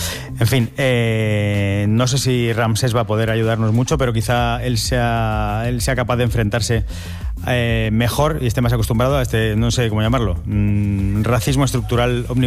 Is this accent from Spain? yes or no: yes; Spain; Yo soy español, los medios también hemos dado una cobertura particular.